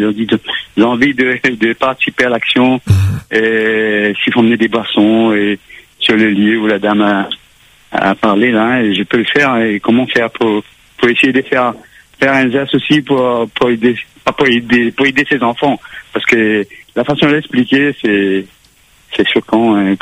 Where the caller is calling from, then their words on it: Saint-Pierre, Réunion; Non, j'habite à Saint-Pierre, pas loin.